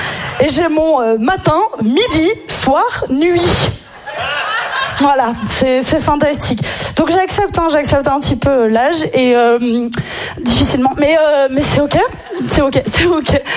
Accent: Nice, Provence-Alpes-Côte d'Azur, France; moi, je suis la première née en France, hein, de toute ma famille, donc c'était trop what the fuck, genre. Et moi, j'ai grandi dans une petite cité à forte population maghrébine. La Réré, pour ceux qui connaissent l'Ariane, quoi.

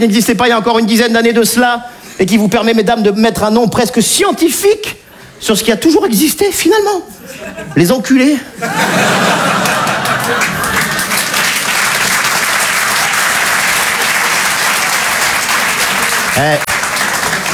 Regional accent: Nice, Provence-Alpes-Côte d'Azur, France; Et je suis niçois, je ne fais pas partie de ces sudistes qui tapent sur les Parisiens, pas du tout.

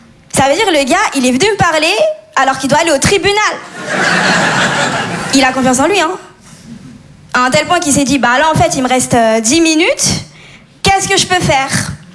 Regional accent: Comoros; Je suis comorienne, maurez malgache. C'est des îles dans l'océan Indien. Ce qui explique mon teint, aussi.

